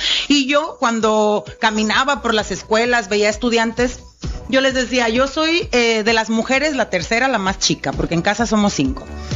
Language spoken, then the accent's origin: Spanish; Tecomán, Colima, Mexico; yo siempre lo he dicho, yo soy de Tecomán, mi origen es en Tecomán, yo hasta los 18 años vivía allá